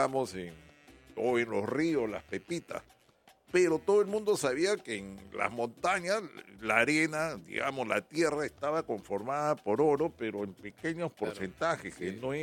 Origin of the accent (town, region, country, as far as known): Peru